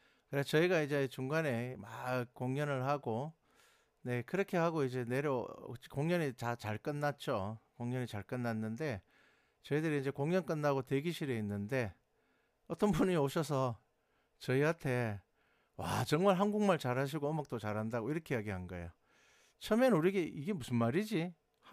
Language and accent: Korean; Gyeongsang, South Korea; accent: Gyeongsang dialect; 저는 경상도를 벗어난 적이 없습니다. 그렇기 때문에 저는 사투리를, 물론 이제 제 생각인데, 저는 심하게 한다고 생각하지는 않지만, 그래도 뭐 당연히 표시가 나겠죠.